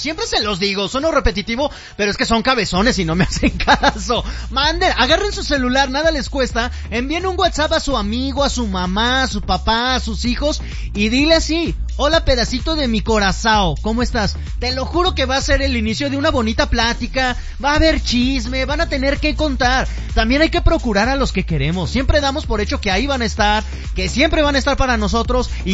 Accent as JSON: {"language": "Spanish", "region": "Tlaxcala", "country": "Mexico", "lives_now": "Lansing, United States", "said": "te escucho todos los días desde Lansing, Michigan. ¡Ay, ahora! Pero soy de Tlaxcala."}